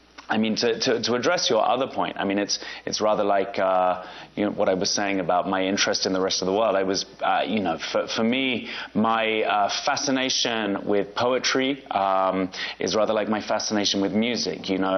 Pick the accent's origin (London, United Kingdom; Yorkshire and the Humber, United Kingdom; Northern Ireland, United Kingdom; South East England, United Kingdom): London, United Kingdom; born or raised there